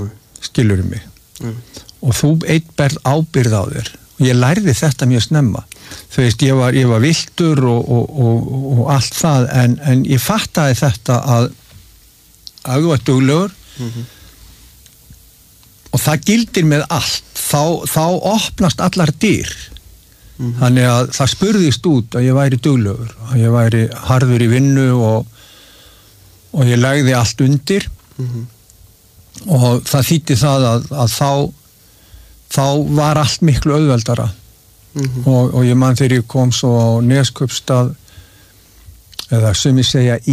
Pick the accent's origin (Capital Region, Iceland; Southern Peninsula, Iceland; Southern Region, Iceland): Capital Region, Iceland; Reykjavík; og hérna hann sagði hvaðan ertu og ég sagði ég Reykjavík